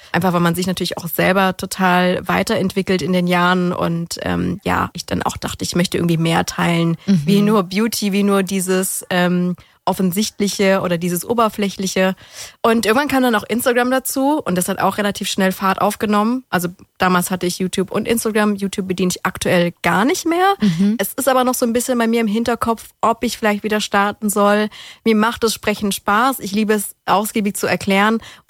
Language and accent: German; Ulm, Baden-Württemberg, Germany; now in Kornwestheim, Germany; Ich komme aus Ulm, aber ich wohne in der Nähe von Stuttgart, so gefühlt.